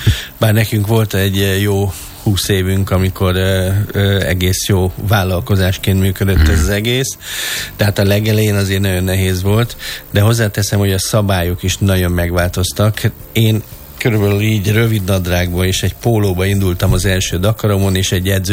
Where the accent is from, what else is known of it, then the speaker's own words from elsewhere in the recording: Dunaújváros, Fejér, Hungary; gyerekkoromban Dunaújvárosban nőttem fel